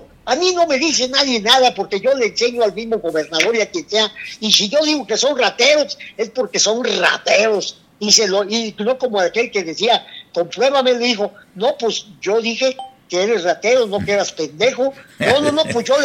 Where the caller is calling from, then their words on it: Mexico; lo pido como buen mexicano